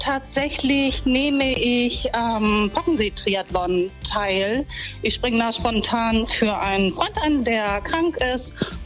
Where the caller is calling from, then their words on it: Bad Oldesloe, Schleswig-Holstein, Germany; Aus Bad Oldesloe.